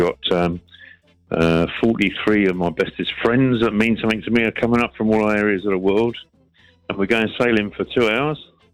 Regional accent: Hemel Hempstead, East of England, United Kingdom; born there; I was born in Hemel Hempstead.

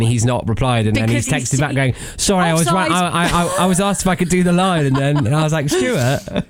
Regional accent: Forfar, Scotland, United Kingdom; I grew up in Scotland, I worked at my local football club, which is a team called Forfar Athletic

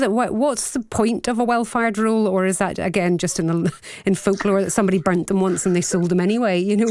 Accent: Belfast, Northern Ireland, United Kingdom; I grew up in Belfast and we're fairly fond of a breakfast bacon bap there too.

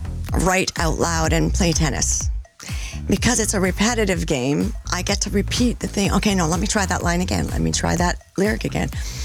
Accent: Ontario, Canada; I'm from Northern Ontario, Canada, where there is no sunny beach.

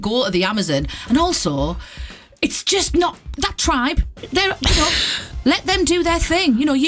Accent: Middlesbrough, North East England, United Kingdom; growing up in Middlesbrough.

